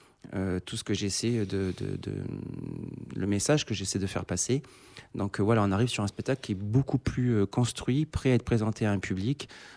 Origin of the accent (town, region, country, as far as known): New Caledonia